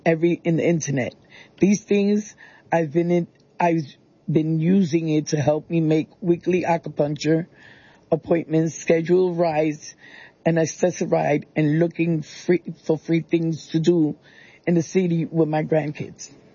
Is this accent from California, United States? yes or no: no; New York City, New York, United States; I'm born and raised in New York City. I've been living in this building since 2013.